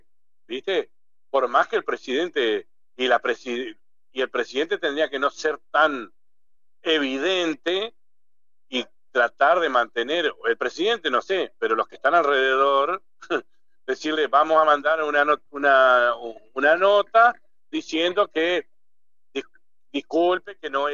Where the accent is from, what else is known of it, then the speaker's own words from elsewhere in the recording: Argentina; Porque todos somos ciudadanos argentinos.